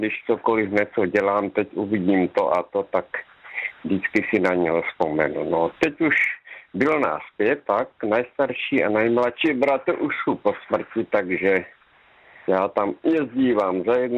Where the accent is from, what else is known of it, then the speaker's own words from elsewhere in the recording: Luka, Zlín Region, Czechia; now in Topolná, Czechia; Dobrý večer, ano, tady v Topolné, ale pocházím z Luku. Aha. A tam jsem se vlastně narodil doma, takže jako vzpomínky tam mám, ještě tam jezdím za sestrou.